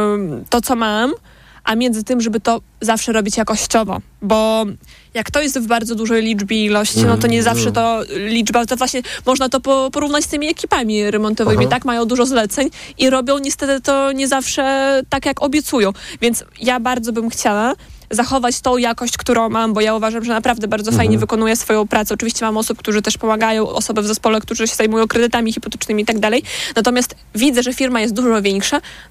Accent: Belarus; Polish is a second language; natomiast wie pan, ja jestem Białorusinką, więc ja trochę inaczej to oceniam z innej perspektywy

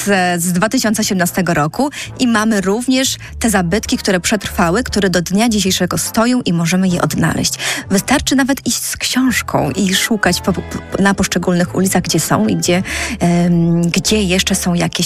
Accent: Podlaskie Voivodeship, Poland; Bo ja pochodzę z bardzo małego miasteczka pod tak naprawdę pod Łomżą i mi zawsze jakoś było bliżej do tych małych miasteczek niż do tych większych miast

